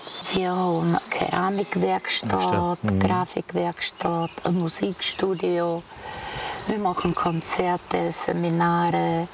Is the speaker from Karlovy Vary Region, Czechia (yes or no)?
yes; Aš, Karlovy Vary Region, Czechia; Die haben renoviert. Also bin ich in Asch geboren.